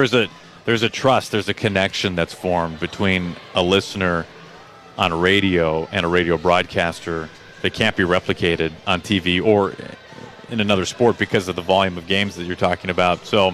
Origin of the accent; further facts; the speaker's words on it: St. Louis, Missouri, United States; now in Seattle, United States; And I grew up in St. Louis